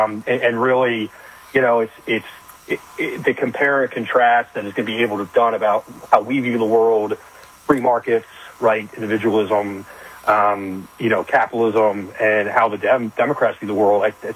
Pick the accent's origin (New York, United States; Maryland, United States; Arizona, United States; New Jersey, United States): Maryland, United States; Rockville; I grew up right in Montgomery County on the other side. So, Rockville area.